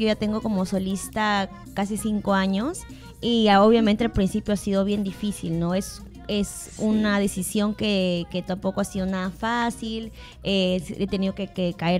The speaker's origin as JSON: {"language": "Spanish", "country": "Peru", "said": "diciendo que soy peruana"}